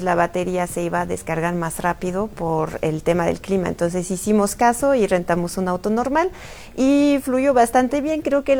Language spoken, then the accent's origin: Spanish; France; now in Mexico; Yo siendo francesa